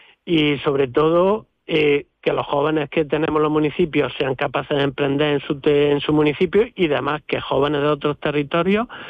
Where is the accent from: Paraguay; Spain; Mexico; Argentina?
Spain; Purchena, Andalusia; yo soy de Purchena